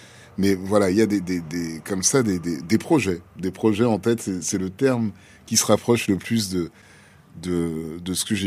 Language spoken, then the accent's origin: French; Dakar, Senegal; Parce que comme j'ai grandi à Dakar, il y a tout un pan aussi de la jeunesse diasporique que je n'ai pas forcément.